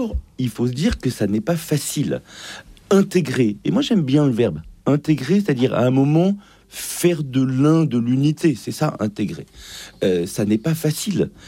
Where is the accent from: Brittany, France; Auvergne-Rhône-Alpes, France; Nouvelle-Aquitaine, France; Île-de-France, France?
Île-de-France, France; Massy; moi, ma commune, j'ai grandi à Massy. Quand je suis arrivé à Massy, à ma naissance, en 70, la population était blanche, il y avait de fait... pas de musulmans visibles